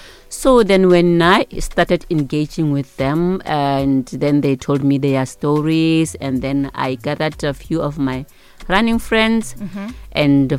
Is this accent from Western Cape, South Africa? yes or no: no; Limpopo, South Africa; I'm from Hamolepo, by the way, Bushira.